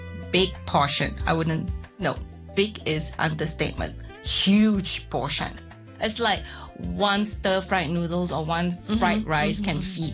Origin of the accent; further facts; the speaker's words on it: Penang, Malaysia; Yes, I'm from Penang. So it's up on the north side, mm-hmm, mm-hmm. just about 3 hours away from KL if you drive.